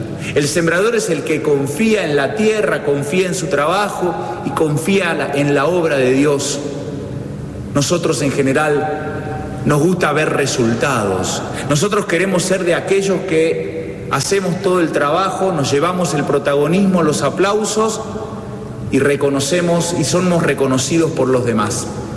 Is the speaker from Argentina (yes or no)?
yes; Argentina; que como argentinos podamos reconstruir los vínculos